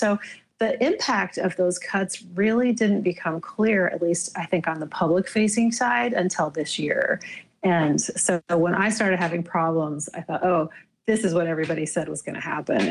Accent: Ogden, Utah, United States; because I'm from Ogden, Utah.

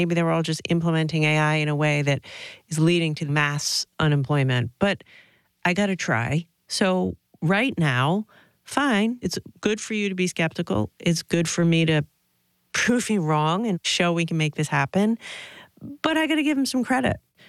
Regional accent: Rhode Island, United States; I'm from Rhode Island. That's a core thing about who I am. Youngest of three kids, working class Italian-American family. My grandpa was an immigrant from Italy, lived in the house with us.

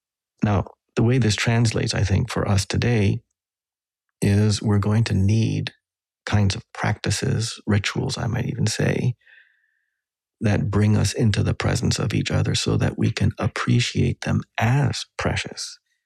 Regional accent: Western Canada, Canada; because I grew up with him in Western Canada.

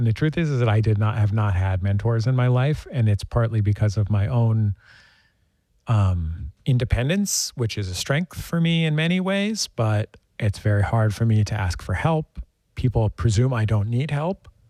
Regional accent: San Francisco, California, United States; Mission where I had grown up. I don't know, don't remember how he knew that. Maybe he just knew that I was from San Francisco.

